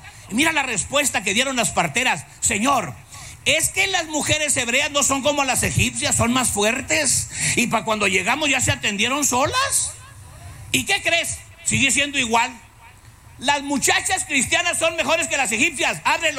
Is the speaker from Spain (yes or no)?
no; Mexico